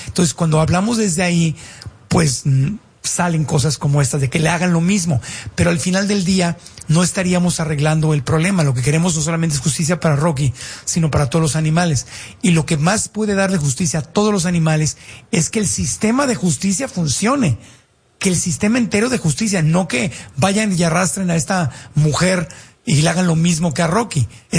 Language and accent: Spanish; Tijuana, Baja California, Mexico; Yo soy de Tijuana y yo lo veía con mi propia familia en Tijuana y San Diego.